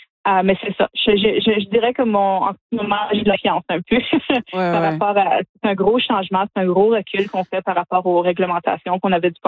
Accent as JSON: {"language": "French", "town": "Sudbury", "region": "Ontario", "country": "Canada"}